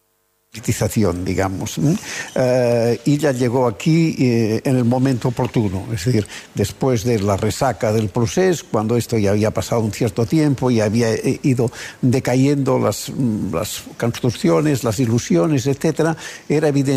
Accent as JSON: {"language": "Spanish", "region": "Catalonia", "country": "Spain", "said": "yo soy ciudadano de España, pero catalán"}